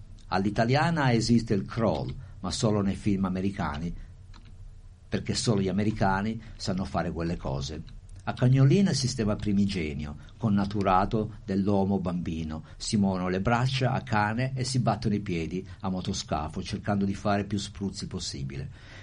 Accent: northern Italy, Italy; E anch'io sono cresciuto così, in campagna, a nord, anche se non sono siciliano

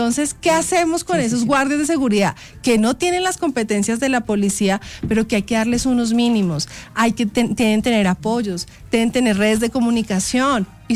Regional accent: Bogotá, Bogotá Capital District, Colombia; Es que es nuestra ciudad.

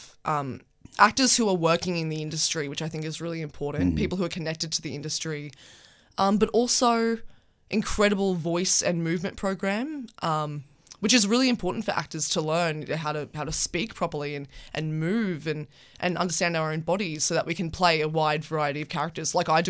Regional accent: Queensland, Australia; moved away as an adult; also born or lived in Perth; I'm from Queensland, so it was my first time in Perth

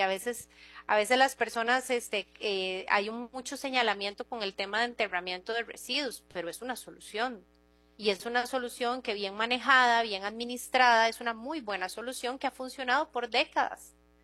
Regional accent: Costa Rica; Yo soy colaboradora de Holcim, pero soy costarricense.

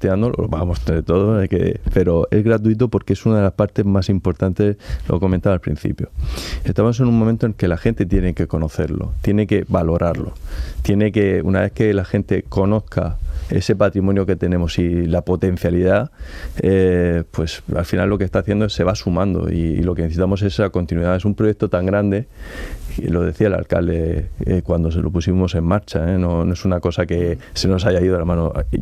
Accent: Monteagudo, Spain; y yo soy de allí, de Monteagudo, uh-huh. soy del pueblecito de La Cueva

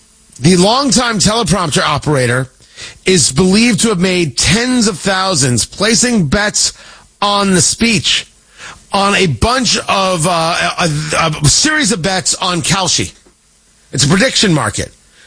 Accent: New Jersey, United States; I grew up in Jersey.

